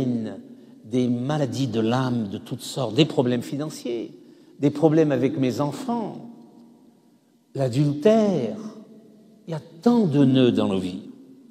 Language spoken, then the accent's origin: French; France; now in Campinas, Brazil; Je suis français, j'habite le Brésil depuis 40 ans, à Campinas, dans le sud du Brésil. Campinas est une ville de 2 millions d'habitants à 80 km de São Paulo.